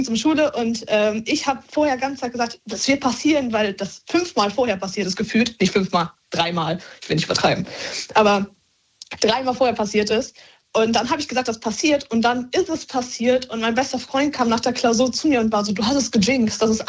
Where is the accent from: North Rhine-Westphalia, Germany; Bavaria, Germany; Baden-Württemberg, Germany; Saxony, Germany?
North Rhine-Westphalia, Germany; Ich überlege gerade, ich komme aus dem Ruhrpott. Eigentlich.